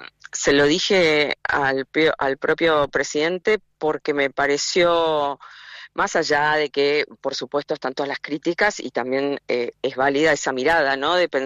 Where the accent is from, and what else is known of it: Argentina